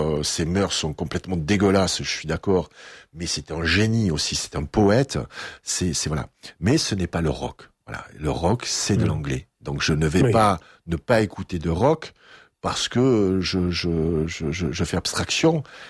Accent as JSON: {"language": "French", "town": "Marseille", "region": "Provence-Alpes-Côte d'Azur", "country": "France", "also_born_or_lived": "Quebec", "moved": "yes", "said": "Je suis optimiste parce que je suis Marseillais aussi."}